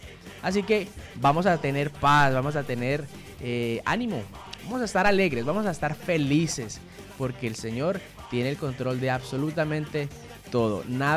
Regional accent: Colombia; todos somos colombianos

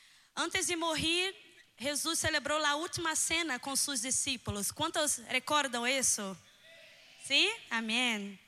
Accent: Rio de Janeiro, Brazil; Spanish is a second language; Venimos de Brasil con muchas expectativas

